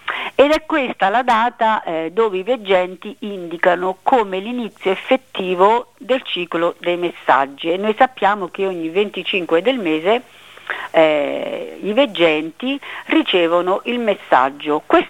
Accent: Tolentino, Marche, Italy; io sono di Tolentino e trasmetto in diretta da Tolentino

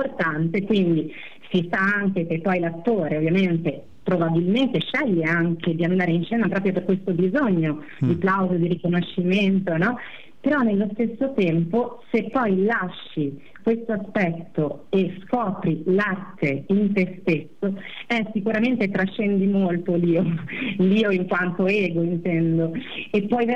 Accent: Padua, Veneto, Italy; perché poi io vengo da Padova, ho fatto tutta la psicologia dinamica freudiana

